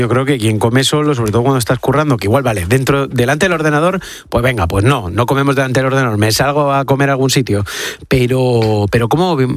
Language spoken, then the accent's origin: Spanish; Spain; Los españoles somos los europeos que menos tiempo dedicamos a comer durante nuestra jornada laboral.